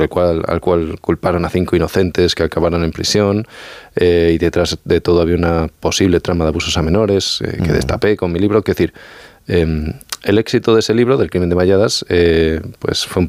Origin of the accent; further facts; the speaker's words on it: Extremadura, Spain; Yo soy extremeño, ¿vale? No exactamente de Puerto Urraco ni de esa zona, pero bueno, soy extremeño.